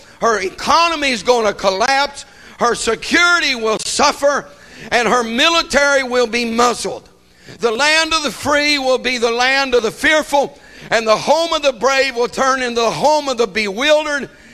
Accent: United States; born or raised there

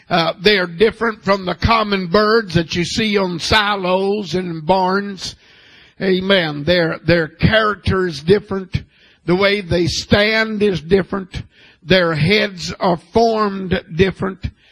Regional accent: United States; born there; I have dual citizenships. Amen. I am an American by natural birth.

